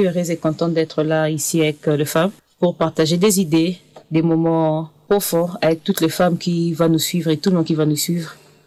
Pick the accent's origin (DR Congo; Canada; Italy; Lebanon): DR Congo; Kinshasa; now in France; j'ai 30 ans, je viens de Congo. Plus précisément de Congo-Kinshasa, comme il y a deux Congo, Brazzaville et Kinshasa. Et moi, je viens de Kinshasa. Je suis mère de 4 enfants, 3 filles et un garçon.